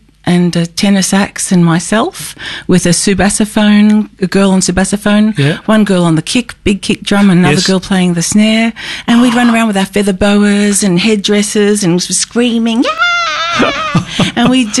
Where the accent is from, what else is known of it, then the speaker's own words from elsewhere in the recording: Sydney, New South Wales, Australia; moved away as an adult; when I was growing up in Sydney.